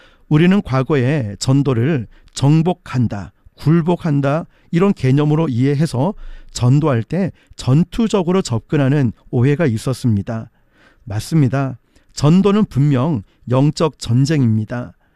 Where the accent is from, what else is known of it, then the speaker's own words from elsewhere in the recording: Geoje, South Gyeongsang, South Korea; also born or lived in Yeongwol, Gangwon; 저는 강원도 영월에서 태어났고 학창시절은 거제도에서 보냈고